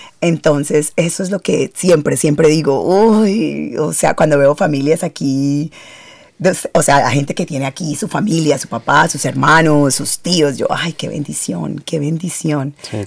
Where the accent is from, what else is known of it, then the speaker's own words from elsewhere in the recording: Colombia; moved away as an adult; also born or lived in London; now in Adelaide, Australia; sí, soy de Colombia, yo me fui, nos fuimos con mi familia, nos fuimos para Londres.